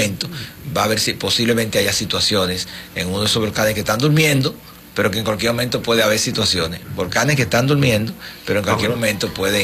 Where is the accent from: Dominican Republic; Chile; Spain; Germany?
Dominican Republic